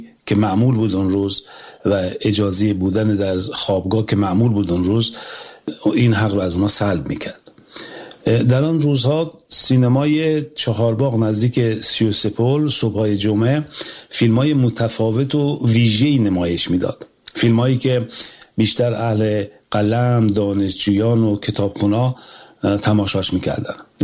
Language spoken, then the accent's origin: Persian; Iran; born there; زادگاه من شهر سمیلوم، شهری که در آن نابرابری و بی‌عدالتی نه مفهومی انتزاعی بلکه بخشی عریان و روزمره از زندگی مردم بوده و هست.